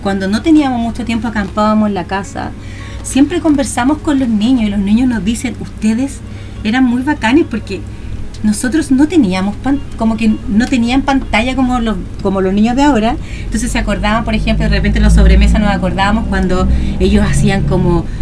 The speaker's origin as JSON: {"language": "Spanish", "town": "Paine", "region": "Santiago Metropolitan Region", "country": "Chile", "said": "que somos los dos de Paine"}